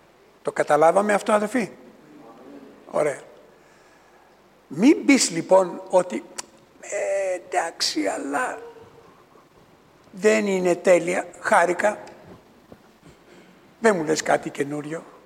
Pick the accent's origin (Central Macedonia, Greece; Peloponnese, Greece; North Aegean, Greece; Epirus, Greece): Central Macedonia, Greece; Thessaloniki; moved away; Δεν το λέω επειδή είμαι Θεσσαλονικιός, όχι. Άμα ξύσεις λίγο θα δεις Κρήτη γράφει πάνω. την άφησα.